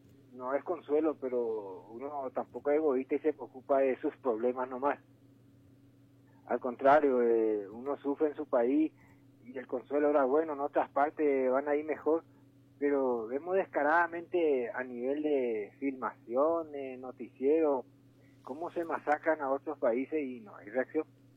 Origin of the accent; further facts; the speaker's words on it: Paraguay; Yo, como paraguayo